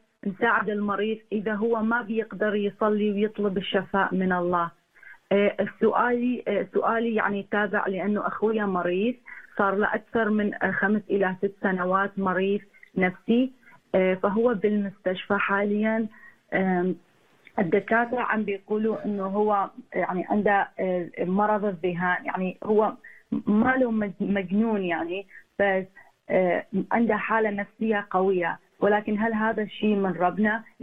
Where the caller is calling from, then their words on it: Canada; أنا عم بتصل من كندا.